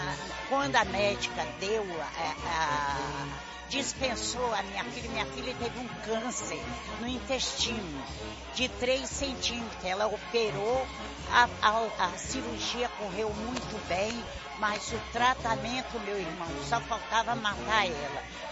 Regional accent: Duque de Caxias, Rio de Janeiro, Brazil; Ah, eu sou de Penha … Eu sou de Vila Rosário, lá em Caxias.

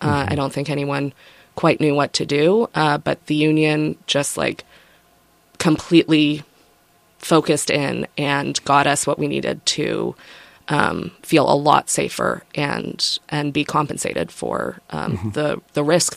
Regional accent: Newfoundland and Labrador, Canada; I was born in Newfoundland, Canada, born and raised in Canada. My mom's American, though.

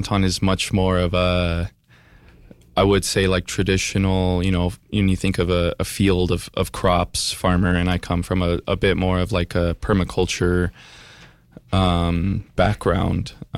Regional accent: Albuquerque, New Mexico, United States; So I was also born and raised in Albuquerque. Although I lived on the west side for majority of my life.

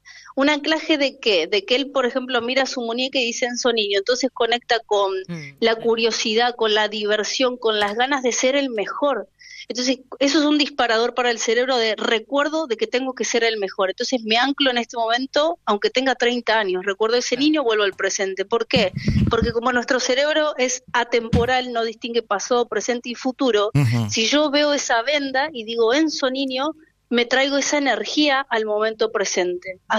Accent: La Plata, Buenos Aires Province, Argentina; Soy platense, de La Plata.

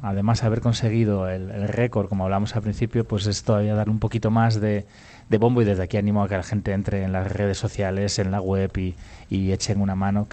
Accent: Spain; soy el único español ahora mismo

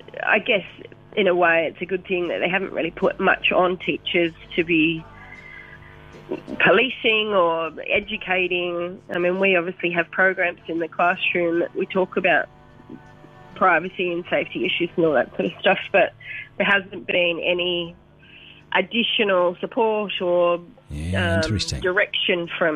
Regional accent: Ashburton, Canterbury, New Zealand; moved away as an adult; now in Australia; I grew up in Ashburton, so I went to Ashburton College and then studied at Lincoln

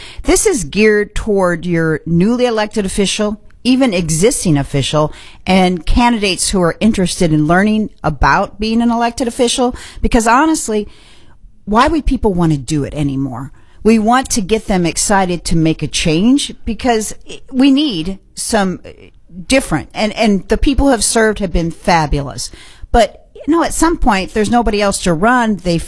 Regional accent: Illinois, United States; I'm from Illinois, and we barely knew our officials because they were in Chicago and we were in mid-Illinois.

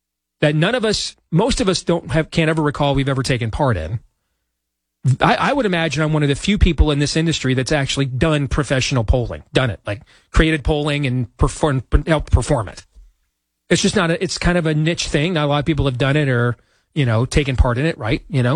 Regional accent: Michigan, United States; like it wasn't in my home state of Michigan

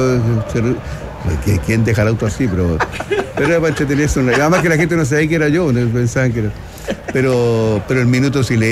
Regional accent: Valparaíso, Chile; born there; A mí, sí, ¿por qué soy wanderino? Nací en Valparaíso.

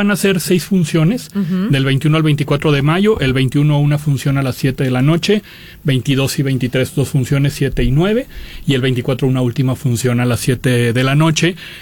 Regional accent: León, Guanajuato, Mexico

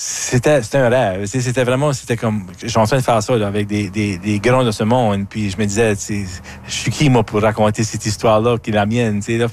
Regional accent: Acadia, Canada; je viens de l'Acadie, comme ton premier album.

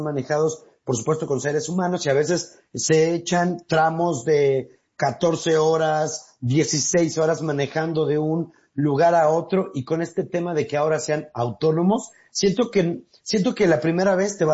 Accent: Mexico

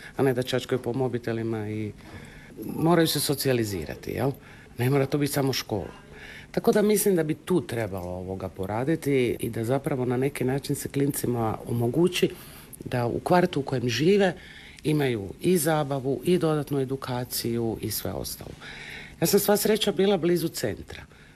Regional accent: Zagreb, City of Zagreb, Croatia

